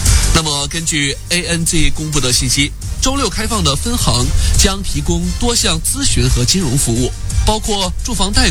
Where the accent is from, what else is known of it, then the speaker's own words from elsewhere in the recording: Australia; 对于很多咱们澳洲人来说真的很不方便。